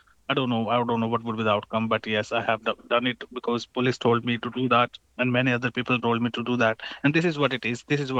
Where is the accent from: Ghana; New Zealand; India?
India; I'm Indian, yeah.